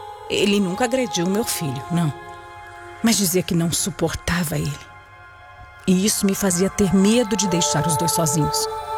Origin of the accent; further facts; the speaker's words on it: Brasília, Federal District, Brazil; born there; Eu nasci em Brasília.